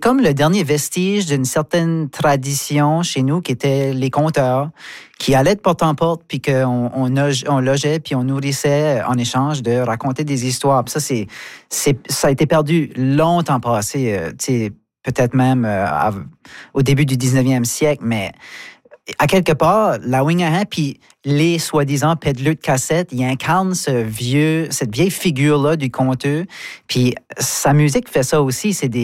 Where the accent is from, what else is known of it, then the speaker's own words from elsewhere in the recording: Memramcook, New Brunswick, Canada; Écoute, moi, je viens de Mimron Cook. Puis, Mimron Cook, déjà, est un lieu assez spécial avec ses gens, puis ses bonnes vieilles coutumes.